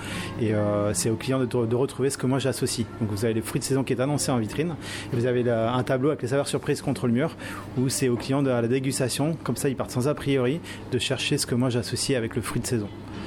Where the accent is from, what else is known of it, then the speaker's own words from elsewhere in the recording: Normandy, France; Alors moi, je suis normand et j'ai beaucoup voyagé.